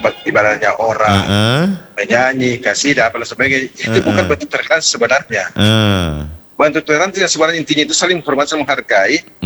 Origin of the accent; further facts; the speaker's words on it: South Sulawesi, Indonesia; Karena kita memang di sini kita orang Bugis dan suku lain itu saling menghormati, saling menghargai.